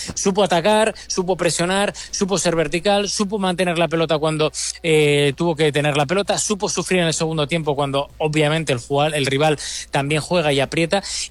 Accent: Asturias, Spain; porque yo soy español, los dos somos asturianos y del Sporting de Gijón

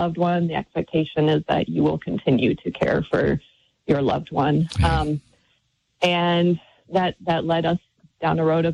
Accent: Michigan, United States; And that was the reason we actually moved back to Michigan, my home state, is because it was our understanding that there were more housing options here.

